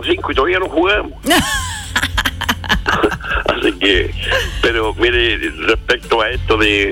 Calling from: Chile; Yo vivo mi vida en mi país nomás con mi gente, mis chilenos

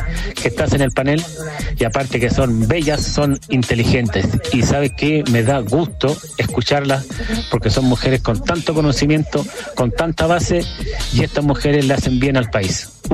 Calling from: Conchalí, Santiago Metropolitan Region, Chile; de Conchalí, un fiel auditor del programa

